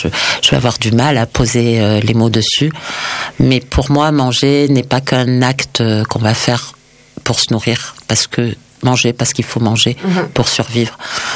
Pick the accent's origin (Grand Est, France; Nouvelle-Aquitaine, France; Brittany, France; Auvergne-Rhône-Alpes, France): Auvergne-Rhône-Alpes, France; moi je suis une fille du Dauphiné. J'ai grandi dans le Dauphiné.